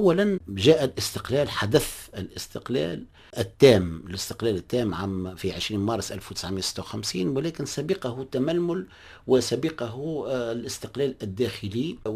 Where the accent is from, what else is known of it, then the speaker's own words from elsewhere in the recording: Bizerte, Bizerte Governorate, Tunisia; خطر أنا ابن مدينة بنزرت، معناها ابن الولاية،